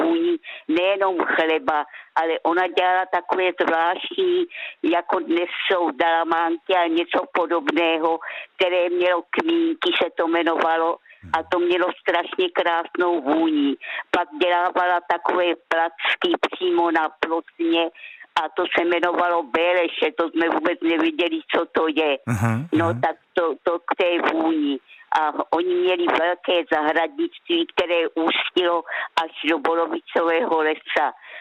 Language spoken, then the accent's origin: Czech; South Moravian Region, Czechia; born there; Narodila jsem se v Lohací u Hodonína a tam jsem měla babičku